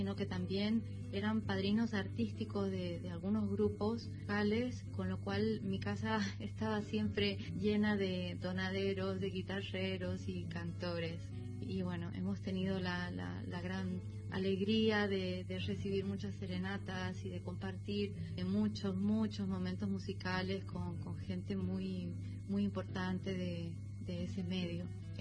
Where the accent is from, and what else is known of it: Cuyo, Argentina; now in Madrid, Spain